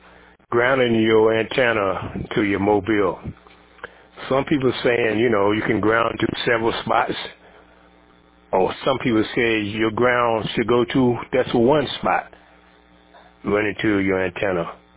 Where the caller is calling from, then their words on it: Wake Forest, North Carolina, United States; around beautiful Wake Forest, North Carolina.